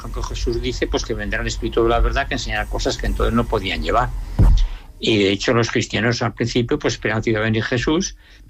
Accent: Teruel, Aragon, Spain; now in Zaragoza, Spain; Sí, sí, sí, al final he vuelto a mi tierra. Después de recorrer media España, al final he vuelto a mi tierra.

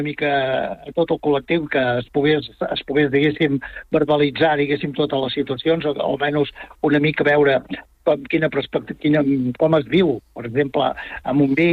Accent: Vic, Catalonia, Spain; Jo sí, jo sóc de Vic.

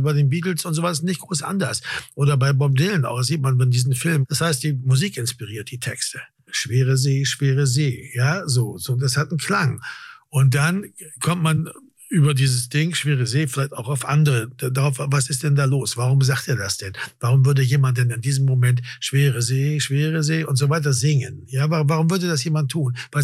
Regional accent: Bremen, Germany; born or raised there

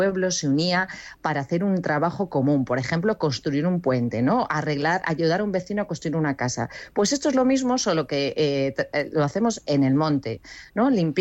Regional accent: Riego, Castile and León, Spain; Soy del Riego, del Riego.

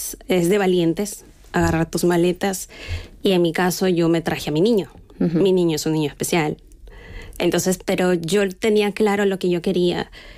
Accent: Lima, Peru; moved away as an adult; now in Spain; Soy de Lima, de la capital.

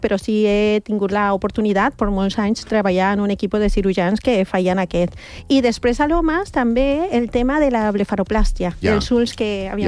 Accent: Mexico; Catalan is a second language; now in Spain; jo que soc mexicana

